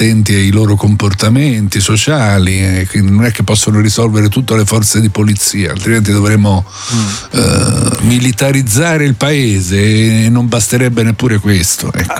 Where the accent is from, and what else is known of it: Rome, Lazio, Italy